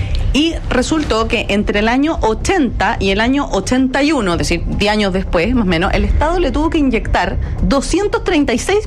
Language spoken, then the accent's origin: Spanish; Chile